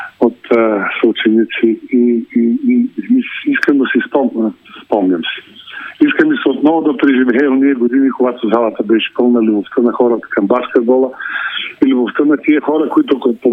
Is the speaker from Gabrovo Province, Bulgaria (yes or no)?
yes; Tryavna, Gabrovo Province, Bulgaria; born there; also born or lived in Yambol; аз съм роден в Трявна, а в Ямбол започнах да вярвам себе си.